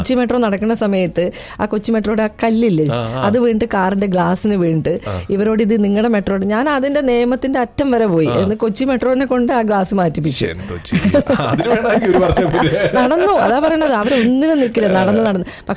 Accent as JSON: {"language": "Malayalam", "region": "Kerala", "country": "India", "moved": "yes", "lives_now": "Dubai, United Arab Emirates", "said": "മലയാളി എന്ന നിലയിൽ, ഇന്ത്യൻ എന്ന നിലയിൽ"}